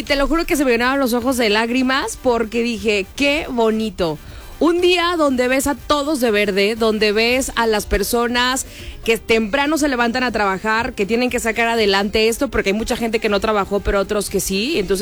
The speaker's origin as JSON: {"language": "Spanish", "country": "Mexico", "said": "Claro, somos mexicanos, eso somos."}